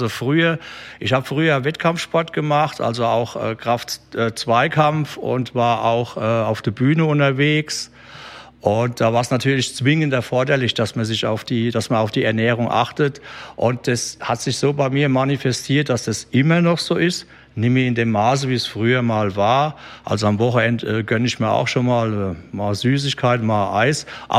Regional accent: Kaiserslautern, Rhineland-Palatinate, Germany; moved away as an adult; now in Geinsheim, Germany; Alter auch wichtig, 64 Jahre alt. Ich komme ursprünglich aus Kaiserslautern, wohne jetzt schon über 22 Jahre in Geinsheim

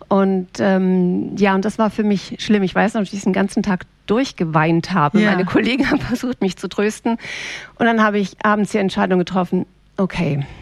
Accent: Darmstadt, Hesse, Germany; also born or lived in Aachen; Genau, ich bin in Aachen geboren. Meine Mama war damals Drogistin, ich habe noch zwei Geschwister und nachdem wir in Aachen waren, sind wir nach Darmstadt gezogen, habe ich die Grundschule besucht, das Gymnasium besucht

